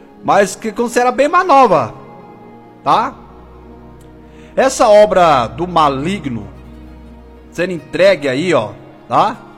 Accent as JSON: {"language": "Portuguese", "town": "Goiânia", "region": "Goiás", "country": "Brazil", "said": "Bom dia, pastor. … sou de Goiânia."}